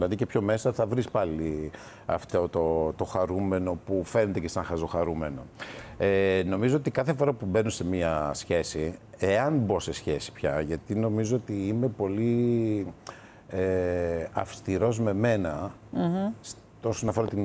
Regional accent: Greece; και λέω, α, γι' αυτό είμαι Έλληνας προφανώς, γιατί δονείται κάτι μέσα μου που με συγκινεί.

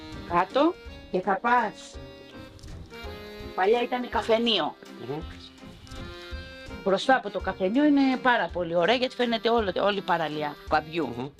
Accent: Fournoi, North Aegean, Greece; also born or lived in Ikaria; Εγώ γεννήθηκα στην Ικαρία. Δηλαδή οι γονείς μου όμως είναι από εδώ. Αυτό το σπίτι είναι το πατρικό. Και μεγάλωσα, παντρεύτηκα. Έκανα τα παιδιά μου, 4 παιδιά.

